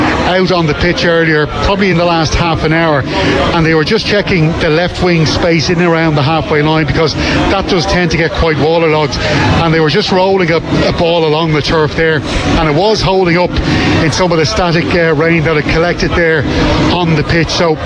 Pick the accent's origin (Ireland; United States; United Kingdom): Ireland; Tallaght, Leinster; I came from Tallaght originally, and it is a hotbed of football